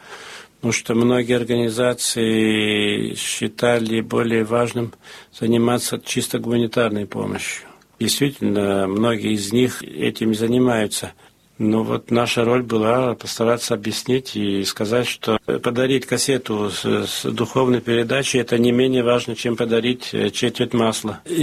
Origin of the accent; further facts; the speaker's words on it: France; also born or lived in Moscow / Athens; Я родился во Франции и всегда там жил, за исключением 3 лет, которые я проживал в Москве как представитель французского банка от 1973 до 1976 года